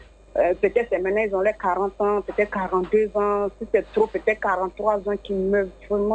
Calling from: Bondoukou, Zanzan, Côte d’Ivoire; je viens de Bondoukou, précisément Tana, précisément Guiméré.

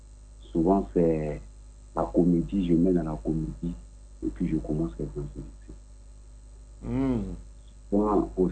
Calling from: Abidjan, Côte d’Ivoire

